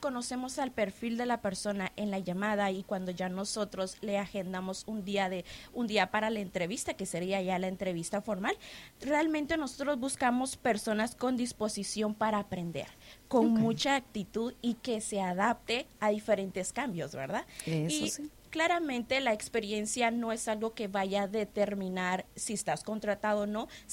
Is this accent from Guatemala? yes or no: yes; Guatemala; now in North Carolina, United States; Soy originariamente, orgullosamente, de Guatemala